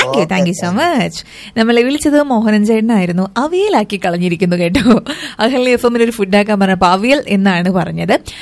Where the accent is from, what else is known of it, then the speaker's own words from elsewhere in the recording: Thrissur, Kerala, India; ഞങ്ങൾ തൃശ്ശൂരാരെന്താ മോശ?